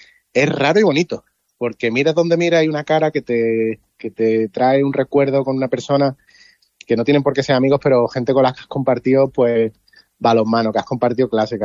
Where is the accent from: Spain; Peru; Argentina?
Spain; Antequera, Andalusia